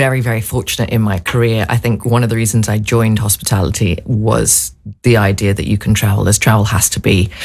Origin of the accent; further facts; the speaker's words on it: Hong Kong; born there; I was born in Hong Kong, so I've been expat as such my entire life.